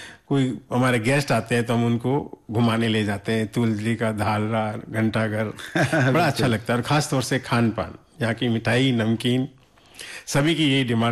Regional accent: Jodhpur, Rajasthan, India; also born or lived in Pali / Jalore; तो कभी पाली ट्रांसफर, कभी जालोर, कभी कहीं, तो हम गए।

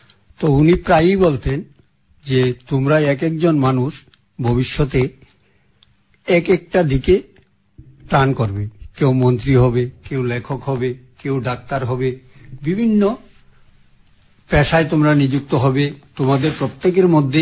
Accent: Khowai, Tripura, India; born there; moved away; অনেকদিন হয়ে গেল আমি ওখান থেকে চলে এলাম, সেটা খোয়াই রতিয়া কলোনি, সেখান থেকে চলে এসেছি।

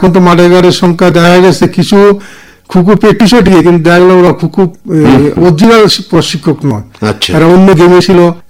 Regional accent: Ranibazar, Tripura, India; born there; আমার বাড়ি রানীবাজার

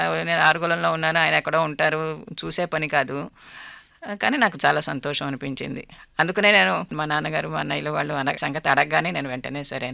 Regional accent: Arugolanu, Andhra Pradesh, India; born there; moved away; బెజవాడ నుంచి రావటం, అరగంట ప్రయాణం మా ఊరు, అంతే, అంతకంటే ఎక్కువ లేదు.

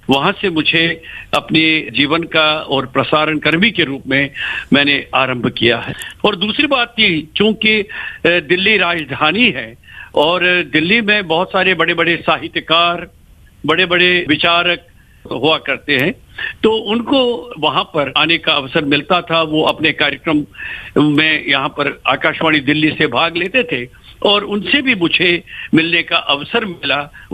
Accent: Srinagar, Jammu and Kashmir, India; moved away as an adult; मैं मूलतः तो मैं कश्मीर से हूँ। मेरे जीवन के जो प्रारंभिक 30 वर्ष हैं वो श्रीनगर कश्मीर में बीते हैं

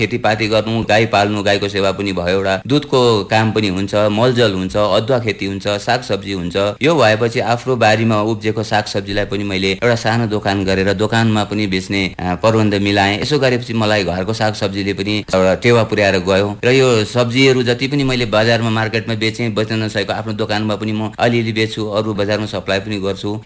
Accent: Sikkim, India; born there; म पूर्व सिक्किम नामिन जिपिओ सामरिक मार्चक पर्छ र

